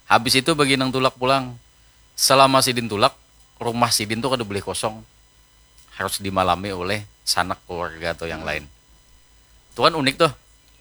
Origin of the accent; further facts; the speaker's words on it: South Kalimantan, Indonesia; salah satu budaya kita tuh orang Banjar Naik Haji itu bilanya sudah haji, berarti termasuk apa juga orang itu sempurna sudah di kampung tuh ya Allah.